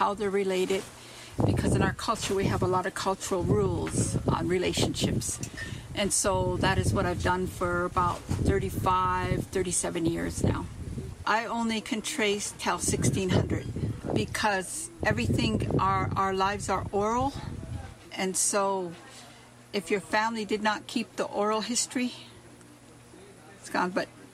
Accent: North Dakota, United States; I am Hunkpapa, Sihasapa, and Oguala Lakota. And I am from the Cannonball River.

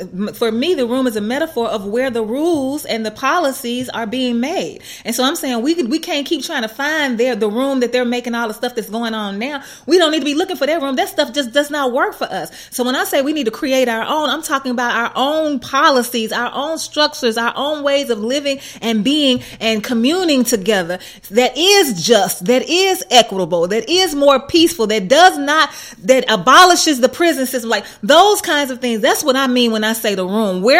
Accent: United States; they gonna know I'm an American

